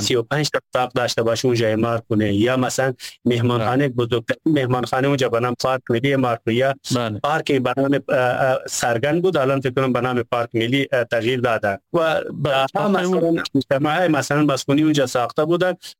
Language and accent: Persian; Parun, Nuristan, Afghanistan; born there; ما مثلا در اون سرزمین متولد شدیم، به خوشی اون مردم خوش هستیم، به ناراحتی اونا ناراحت میشیم. بعد خصوصا در تاریخ نورستان، خصوصا در تاریخ پارون، ما چنین فجایعی نداشتیم.